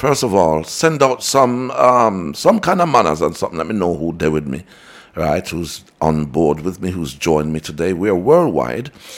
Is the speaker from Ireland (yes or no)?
no; Jamaica; Jamaican? And yeah, I'm Jamaican. You don't eat chicken? Yeah, I don't eat chicken.